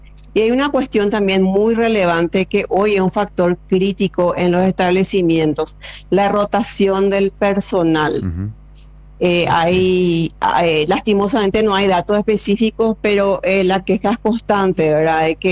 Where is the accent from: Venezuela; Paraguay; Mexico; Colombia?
Paraguay; Inclusive como orgullo como paraguayos